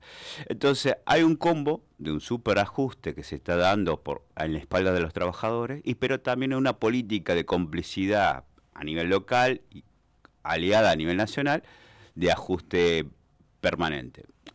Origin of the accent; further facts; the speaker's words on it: Santa Cruz, Argentina; nosotros en Santa Cruz somos la provincia patagónica